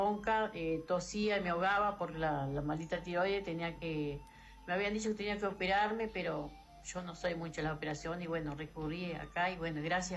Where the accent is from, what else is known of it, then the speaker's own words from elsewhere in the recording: Villa Constitución, Salto, Uruguay; Soy de Constitución, Villa Constitución, Departamento de Salto.